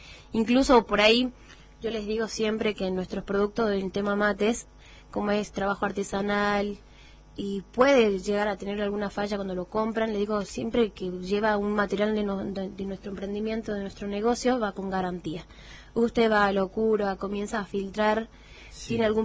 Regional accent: Jujuy, Argentina; yo soy jujeña también acá

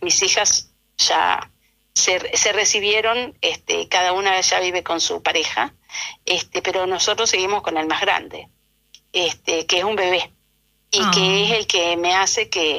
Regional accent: Trenque Lauquen, Buenos Aires Province, Argentina; Yo soy de Trenquelauquen, que en la provincia de Buenos Aires, y un pueblito más chiquito que se llama América, Rivadavia.

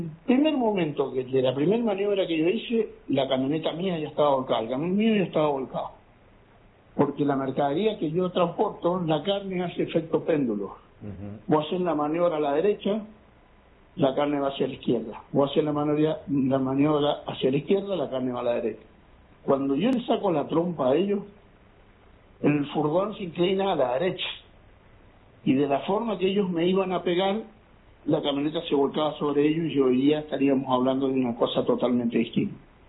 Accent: San Rafael, Mendoza, Argentina; now in Malargüe, Argentina; yo tengo una cámara acá en Malargüe, yo soy de San Rafael, ahora radicado acá en Malargüe.

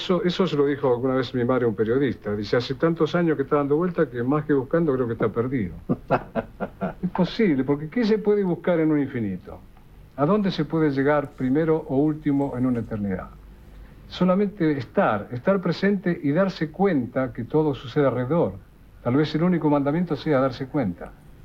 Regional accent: Argentina; Soy fatalmente argentino. Soy tangamente argentino, inevitablemente argentino.

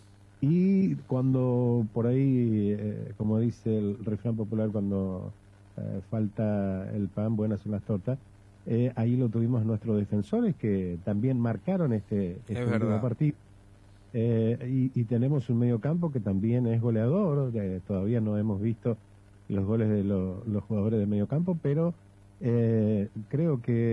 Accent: Formosa, Argentina; Tengo mucha familia, soy capitalino. Tengo mucha familia en Formosa

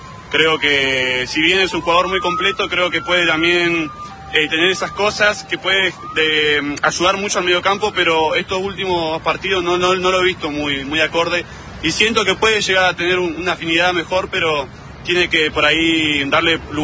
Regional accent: Neuquén, Argentina; now in Buenos Aires, Argentina; Yo soy de Neuquén, pero vivo acá en Capital por los estudios.

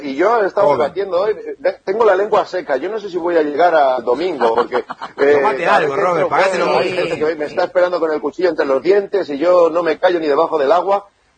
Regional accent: Spain; esa Argentina para mí como español era inalcanzable.

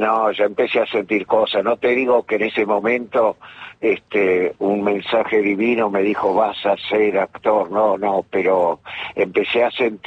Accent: Buenos Aires, Argentina; born there; Nací en el barrio de Versalles.

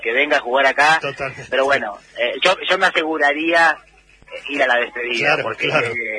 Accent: Entre Ríos, Argentina; No, lo puedo decir porque no soy de Rosario, yo no soy nacido en Rosario, soy entrerriano

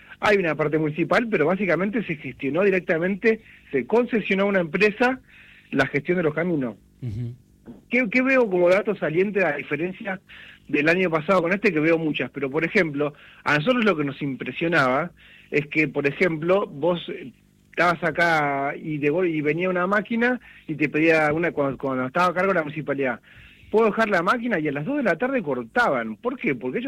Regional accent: Junín, Buenos Aires Province, Argentina; Sí, bueno, yo por ejemplo, yo soy acá de Junín. Sí. Acá en Junín, dentro de todo, me ha pasado de cuando llueve, salís, sí, pero vas a Pergamino

